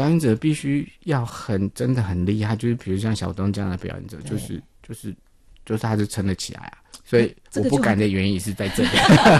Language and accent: Chinese; Taiwan; first language Taiwanese Hokkien; Chinese is a second language; 我都比较强调用我的母语，就是台语做创作。